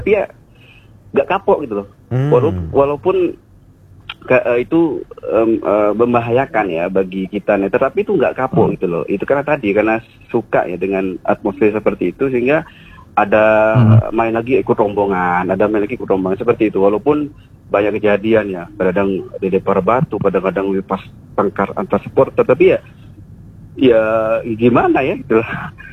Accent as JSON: {"language": "Indonesian", "town": "Probolinggo", "region": "East Java", "country": "Indonesia", "moved": "yes", "lives_now": "Jember, Indonesia"}